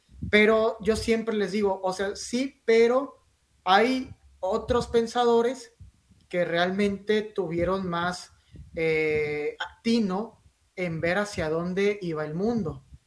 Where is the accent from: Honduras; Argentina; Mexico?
Mexico